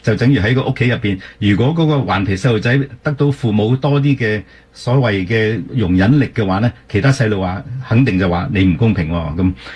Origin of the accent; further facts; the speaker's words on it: Canada; 真係我哋加拿大人真係可以雙語嘅。